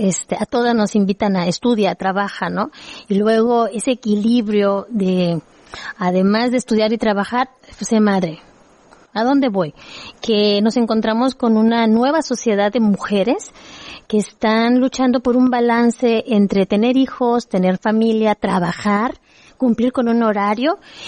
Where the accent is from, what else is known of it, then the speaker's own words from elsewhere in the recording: Campeche, Mexico; Y crecí en Santana.